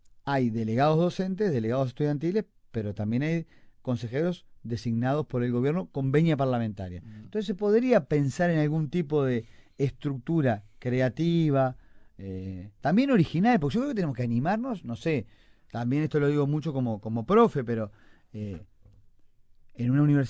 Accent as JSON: {"language": "Spanish", "region": "Montevideo", "country": "Uruguay", "tie": "born there", "said": "nosotros los que nacimos acá en Montevideo"}